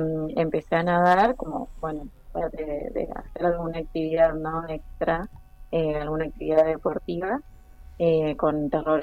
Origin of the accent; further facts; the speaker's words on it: Caleta Olivia, Santa Cruz, Argentina; born there; Mis papás no, yo y mis hermanos sí, nacimos todos en Caleta, mis papás son de Santiago del Estero y de Córdoba